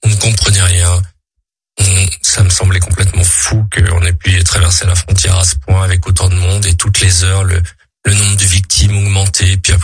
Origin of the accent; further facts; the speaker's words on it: France; Moi, je suis français.